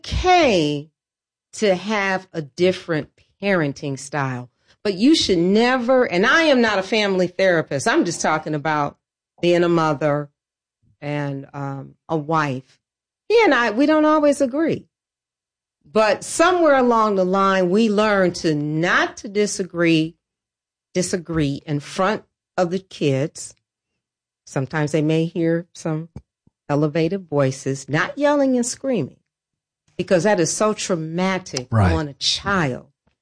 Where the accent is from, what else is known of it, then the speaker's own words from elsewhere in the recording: Detroit, Michigan, United States; What do I say about my hometown of Detroit?